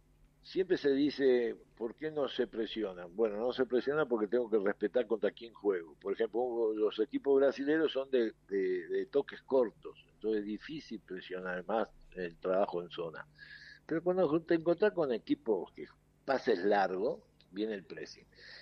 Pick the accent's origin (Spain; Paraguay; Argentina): Argentina; Yo soy argentina